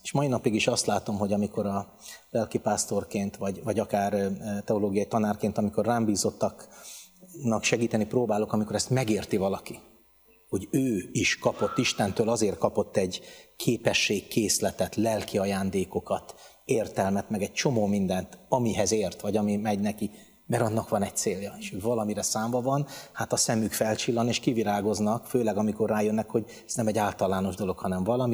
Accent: Budakalász, Pest, Hungary; nem messze onnan nőttem fel, Budakalászon

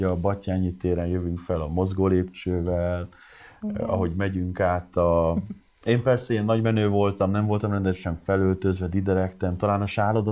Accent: Mosonmagyaróvár, Győr-Moson-Sopron, Hungary; Én Mosonmagyaróvári vagyok

